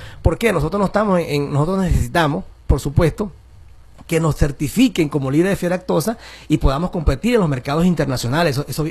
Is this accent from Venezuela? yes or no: yes; Venezuela; nosotros necesitamos como venezolanos